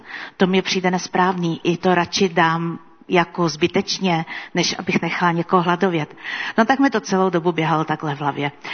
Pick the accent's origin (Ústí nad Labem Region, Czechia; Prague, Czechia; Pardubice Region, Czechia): Prague, Czechia; Jednou jsem jela metrem, což není zase tak zvláštní věc, protože já jsem z Prahy.